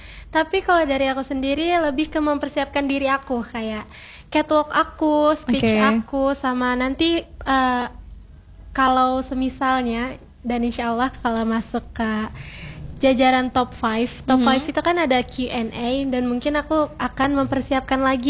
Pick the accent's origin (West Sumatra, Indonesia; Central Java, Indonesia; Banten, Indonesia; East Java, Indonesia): Banten, Indonesia; Pamulang; Motif anggrek itu kan dari Tangerang Selatan yang terinspirasi dari Pamulang, kebetulan daerah aku sendiri.